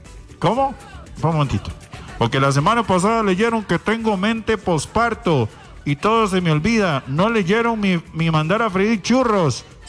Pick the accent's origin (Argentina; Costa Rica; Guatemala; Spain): Costa Rica; los ticos somos malos conductores